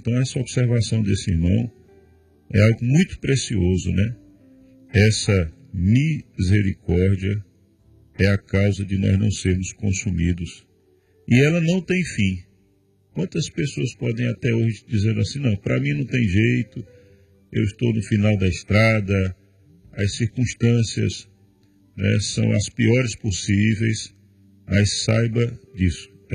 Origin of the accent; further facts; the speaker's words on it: Arcoverde, Pernambuco, Brazil; Eu sou nordestino, sou pernambucano, sertanejo, da cidade de Arco Verde. Entre 2010 e 2017 eu morei aqui, mas aí em 2017 eu voltei para o Nordeste e passei 9 anos.